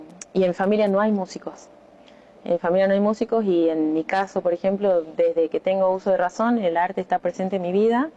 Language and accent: Spanish; Salta, Argentina; born there; contarte que en realidad soy salteña de nacimiento, ajá, pero por herencia familiar no soy de Argentina.